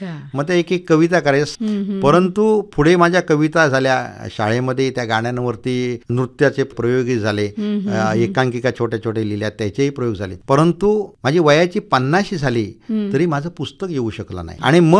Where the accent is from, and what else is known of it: Maharashtra, India; born there